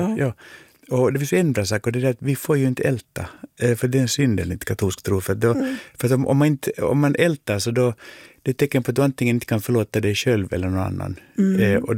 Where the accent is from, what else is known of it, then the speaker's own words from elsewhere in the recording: Finland; jag tycker att jag är väldigt finländsk på det viset